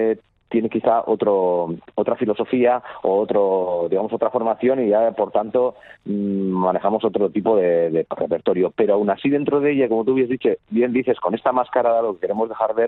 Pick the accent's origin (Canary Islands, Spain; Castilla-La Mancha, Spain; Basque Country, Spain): Basque Country, Spain; somos muchos intérpretes del País Vasco que vivimos y hemos vivido, sobre todo hay jóvenes que hemos vivido y viven fuera del País Vasco